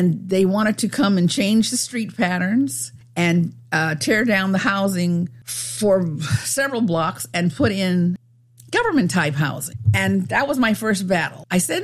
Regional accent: San Mateo, California, United States; I was born and raised in San Mateo. I'm 89 years old.

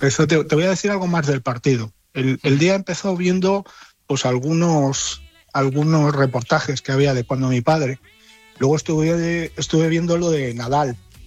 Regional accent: Spain; Oh, pues una alegría enorme. Primero porque soy español y segundo porque efectivamente, porque mi padre empezó con esto.

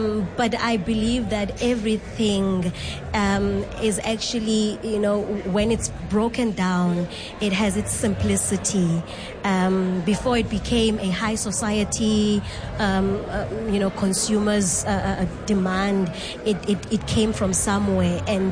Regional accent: Gqeberha, Eastern Cape, South Africa; I grew up in Qabega.

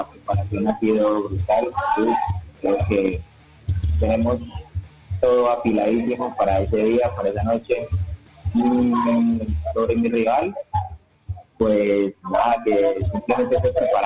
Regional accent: San Mateo, Colombia; Mira, yo vengo creciendo en San Mateo, aquí en Chamaco. Yo vengo desde el barrio.

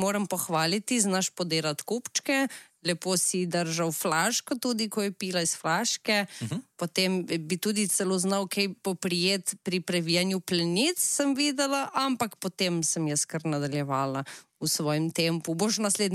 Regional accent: Šmihel, Southeast Slovenia, Slovenia; Pri nas doma v Šmihelu, ne, pri Novem mestu, smo ponavadi za Farfest jedli kakšen dober golaš.

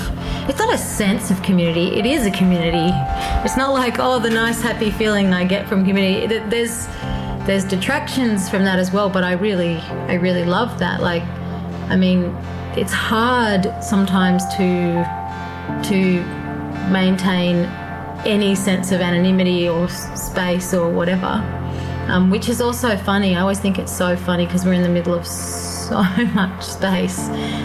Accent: Sydney, New South Wales, Australia; I'm from Sydney.

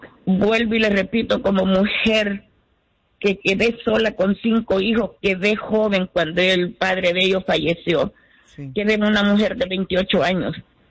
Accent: El Salvador; moved away; Yo me vine buscando los dólares. Yo me vine por la guerra que había en El Salvador.

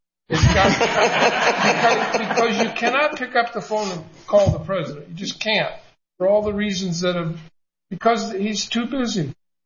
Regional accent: Peoria, Illinois, United States; I'm coming to Peoria, which is my hometown, 140 miles from Chicago.

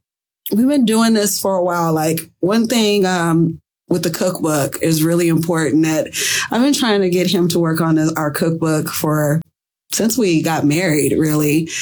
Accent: San Diego, California, United States; now in Wisconsin, United States; You know, I'm from San Diego, California.

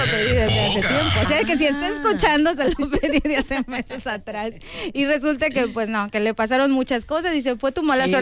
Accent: Mexico; Salimos a las 7, porque ya saben que así somos los mexicanos. Y orgullosamente mexicanos, hoy juega México también.

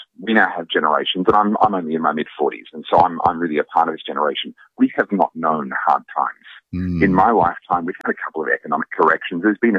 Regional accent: Australia; No, as an Australian, I am coming over here as that foreigner, and I'm going to tell you what's wrong with your country

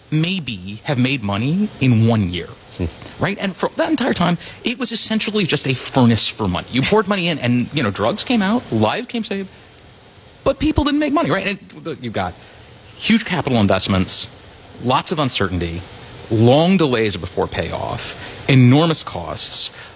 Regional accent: Rockville, Maryland, United States; born or raised there

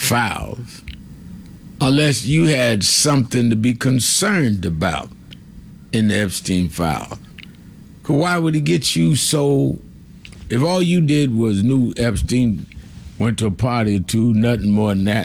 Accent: New York, United States; many of you know that I grew up in New York as part of the King Movement from when I was 12 years old.

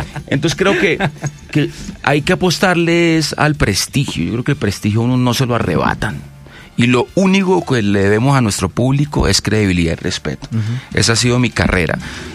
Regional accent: Mexico City, Mexico; Sí, yo soy de la Condesa, de la Roma, de esta gente, me aburrí.

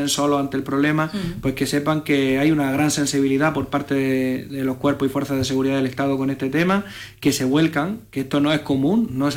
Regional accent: Andalusia, Spain; como buenos españoles y andaluces que somos

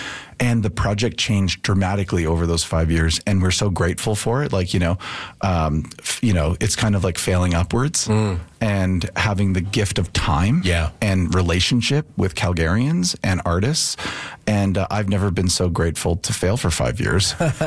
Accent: Ireland; You know, I'm Irish as well.

